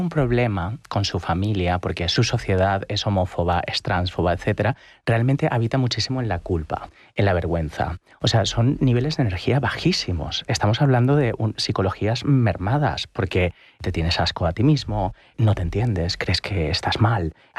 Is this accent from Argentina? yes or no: no; Italy; now in Spain